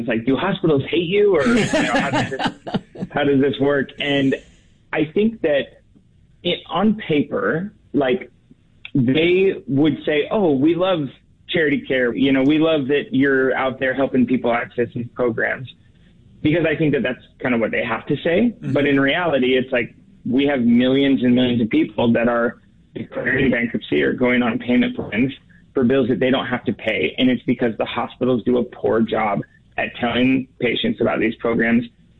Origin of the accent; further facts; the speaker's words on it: Portland, Oregon, United States; So I grew up in Portland, Oregon. I started this organization after watching my own family go through a medical emergency